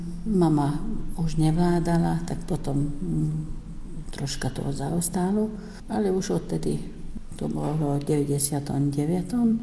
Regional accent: Tótkomlós, Békés, Hungary; u nás na Komloši

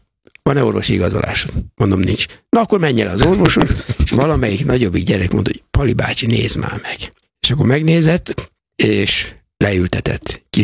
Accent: Tiszakécske, Bács-Kiskun, Hungary; also born or lived in Szolnok; Az elején az úgy kezdődött, hogy Szolnokon a kórházba születtem, de tiszakécskei vagyok, tehát a csak a kórházba

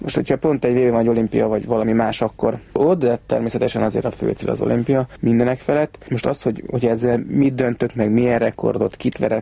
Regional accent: Budapest, Hungary; born there; Pesten születtem, ott is lakomanyaik, azok érre költöztek 4 évvel ezelőtt, 2 kutyával ott.

